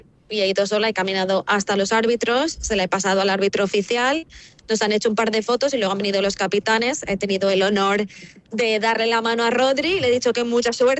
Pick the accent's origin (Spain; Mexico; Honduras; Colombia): Spain; now in United States; Y a raíz de eso yo empecé a compartir mi vida, pues, como española en Estados Unidos en las redes sociales.